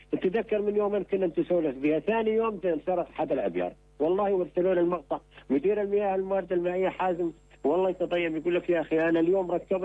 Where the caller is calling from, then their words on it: Deir ez-Zor, Deir ez-Zor Governorate, Syria; أنا بخضر من دير الزور